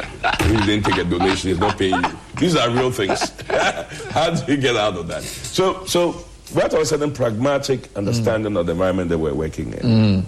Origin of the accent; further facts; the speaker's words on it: Ghana; I don't see myself as only Ghanaian. I see myself as African.